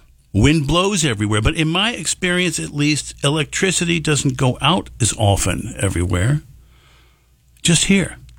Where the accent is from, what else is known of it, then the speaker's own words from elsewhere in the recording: New Jersey, United States; now in Rochester area, New York, United States; as a kid growing up in New Jersey